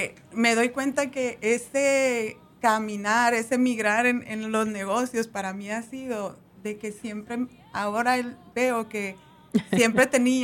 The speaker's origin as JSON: {"language": "Spanish", "country": "Mexico", "moved": "yes"}